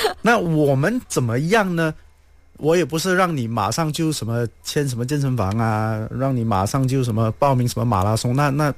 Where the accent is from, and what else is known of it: Malaysia